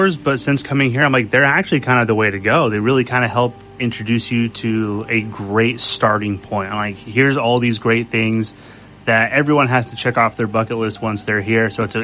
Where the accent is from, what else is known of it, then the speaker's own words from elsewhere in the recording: Mexico; now in Wiesbaden, Germany; I grew up around that stuff. I grew up in Mexico